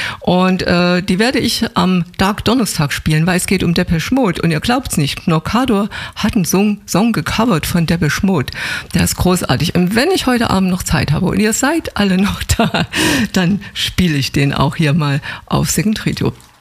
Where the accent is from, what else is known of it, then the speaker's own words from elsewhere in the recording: Saxony, Germany; ich bin ja auch eine Sächsin.